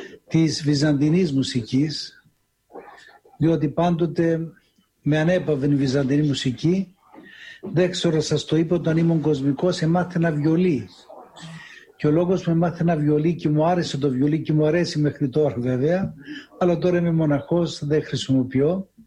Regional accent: Famagusta District, Cyprus; moved away as an adult; now in Mount Athos, Greece; πήγαινα μόνος μου εγώ από το χωριό μου σε μια κομμόπολη στο Λευκόνικο, έτσι λεγόταν

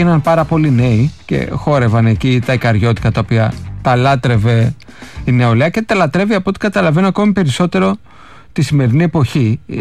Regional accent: Athens, Attica, Greece; Εμείς που είμαστε, ναι, μεν βέρη Αθηναίοι, αλλά δεν την αντέχουμε τη ζέστη

